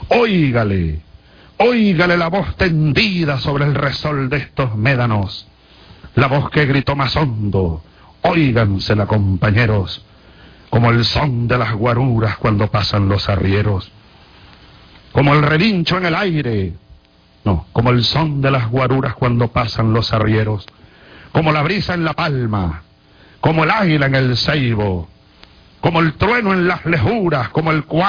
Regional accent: Barinas, Venezuela; De un poeta de mi tierra llanera, de Barinas

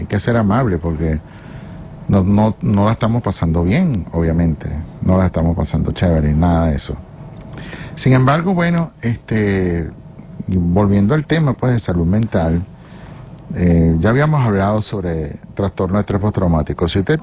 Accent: Venezuela; Así somos, la juventud, todo, toda Venezuela. Así somos los venezolanos.

